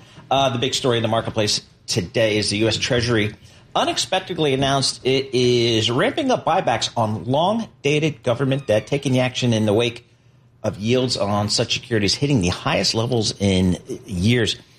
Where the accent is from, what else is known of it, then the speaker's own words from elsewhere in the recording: Ireland; I wear sunblock, right? I'm Irish.